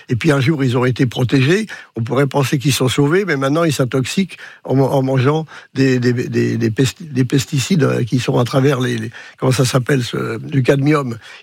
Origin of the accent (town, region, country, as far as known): France